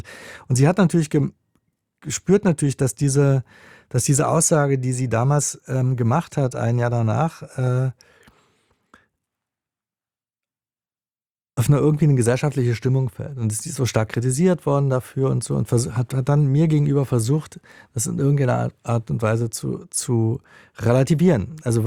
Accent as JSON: {"language": "German", "country": "Germany", "also_born_or_lived": "Israel", "said": "Ich bin auch nach Israel gegangen, ich habe da auch gelebt. Und das hatte auch Gründe, die haben, glaube ich, mit mir als Deutscher irgendwie zu tun."}